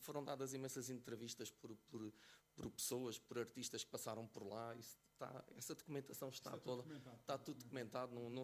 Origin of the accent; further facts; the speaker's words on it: Fundão, Centro, Portugal; born there; eu sou do Fundão.